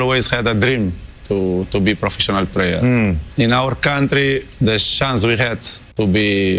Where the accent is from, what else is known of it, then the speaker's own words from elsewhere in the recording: Cape Verde; we are African, we are Cape Verdean